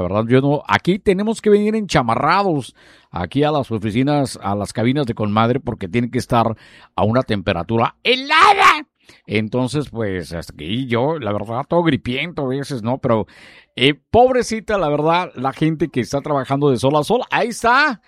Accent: Hermosillo, Sonora, Mexico; Yo soy de Hermosillo, en Hermosillo me qu

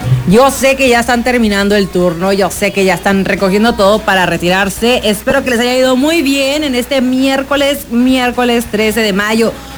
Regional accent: Reynosa, Tamaulipas, Mexico; also born or lived in Coahuila; now in Tapachula, Mexico; yo soy de Piraneras, Coahuila, pero viví toda mi vida prácticamente en Reynosa, Tamaulipas.

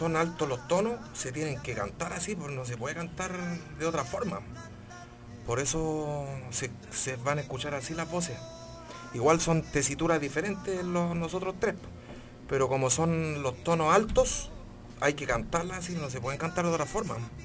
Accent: Santiago, Santiago Metropolitan Region, Chile; soy uno de los vocalistas de … Y represento a Chile. Soy chileno.

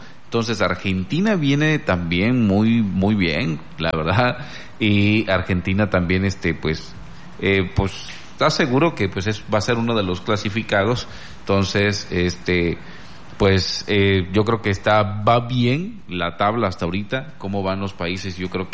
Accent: Mexico; Lo triste como mexicano es que estamos acostumbrados a que no hablamos

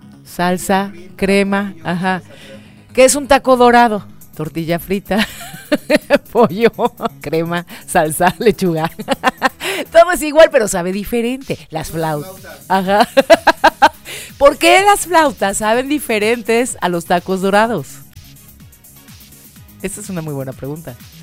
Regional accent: Mexico; ¿Por qué somos así los mexicanos?

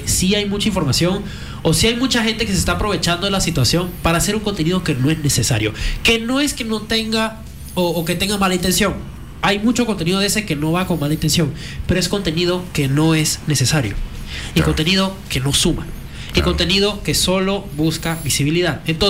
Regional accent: Venezuela; como venezolano, a mí me choquea y me sorprende

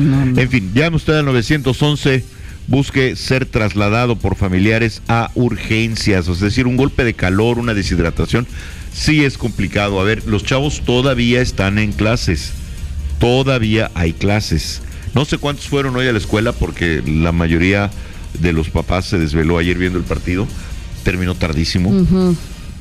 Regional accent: Mexico; Somos mexicanos.

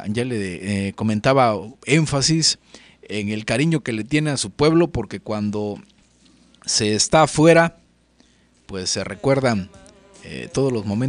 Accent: Tonalá, Mexico; se recuerdan momentos pues bonitos en mi pueblo, en nuestro Tonalá, allá con la familia.

